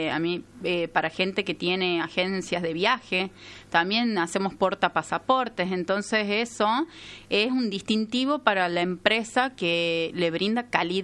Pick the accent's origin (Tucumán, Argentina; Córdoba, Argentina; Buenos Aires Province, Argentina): Tucumán, Argentina; somos de acá, de Tucumán